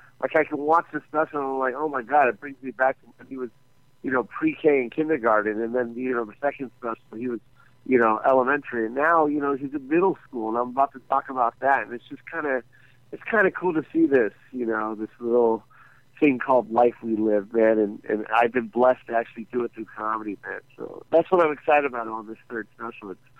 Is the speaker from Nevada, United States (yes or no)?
yes; Las Vegas, Nevada, United States; I'd rather just visit it. And then that's my hometown, too, so.